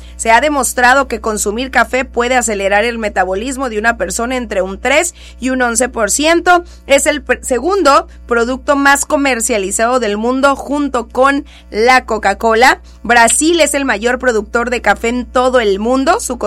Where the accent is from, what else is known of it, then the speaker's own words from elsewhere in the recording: Mexico; Como buenos mexicanos, luego no solemos sacar.